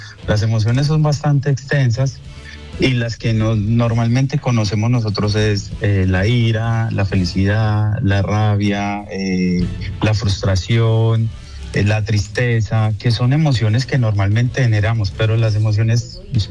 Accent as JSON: {"language": "Spanish", "town": "Manizales", "region": "Caldas", "country": "Colombia", "moved": "yes", "lives_now": "United States", "said": "buenos días, pues, obviamente, para la comunidad de Manizales. Pues es mi tierra, y obviamente también se afecta a uno psicológica y emocionalmente, estando desde bien lejos."}